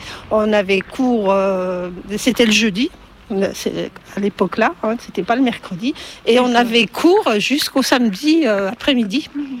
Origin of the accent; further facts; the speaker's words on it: Ménil, France; donc j'habite Ménil, je suis née à Ménil. Donc, mon père était boulanger à Ménil. Donc, j'ai connu ce village dans son origine